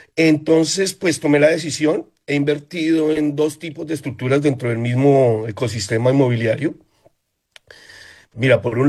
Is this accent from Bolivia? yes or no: no; Colombia; moved away as an adult; now in United States; Yo soy colombiano. Y como inversor buscaba diversificar, salir del país y dolarizar parte del patrimonio.